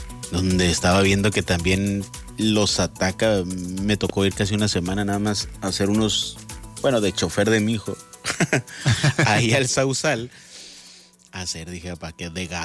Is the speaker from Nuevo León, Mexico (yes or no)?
no; Mazatlán, Sinaloa, Mexico; born there; moved away; en mi pueblo, en Mazatlán, también había eso